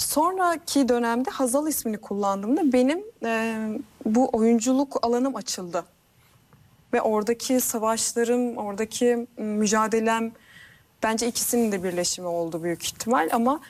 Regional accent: Turhal, Tokat, Turkey; moved away; also born or lived in Mersin; Mersin doğumluyum. Hı. Ama benim çocukluğum ilkokuldan ortaokula kadar Tokat'ın Turhalı ilçesinde geçti.

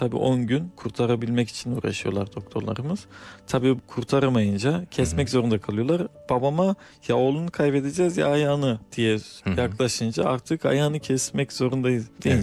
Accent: Kırıkkale, Turkey; born there; 1989 Kırıkkale doğumluyum.

